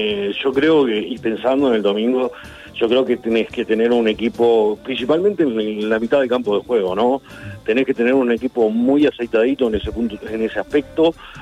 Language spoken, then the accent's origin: Spanish; Uruguay; A ver, como uruguayo siempre tenemos la el hábito o el pensamiento de que lo que está funcionando no lo tocamos, ¿verdad?